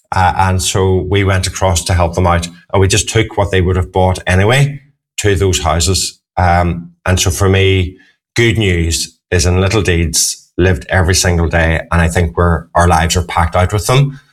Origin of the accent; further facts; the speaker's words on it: Ireland; being Irish, large family